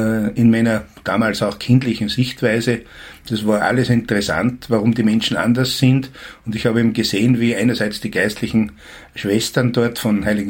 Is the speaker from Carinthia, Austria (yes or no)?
no; Schwarzach im Pongau, Salzburg, Austria; Ich bin sozusagen im Krankenhaus aufgewachsen. Meine Eltern, mein Vater war im Krankenhaus Schwarzach, jetzt Kardinal-Schwarzenberg-Klinikum, Bäcker und Betriebsrat.